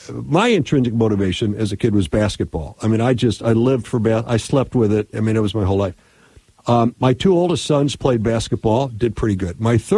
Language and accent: English; Chicago, Illinois, United States; Growing up in Chicago, we had Michael Jordan.